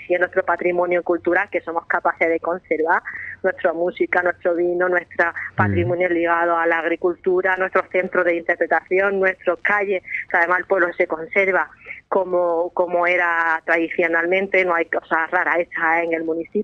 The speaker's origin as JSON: {"language": "Spanish", "area": "Alboloduy", "region": "Andalusia", "country": "Spain", "said": "gente de mi pueblo, que son acelgueros, se le dicen a la gente de mi pueblo, gentilicio popular"}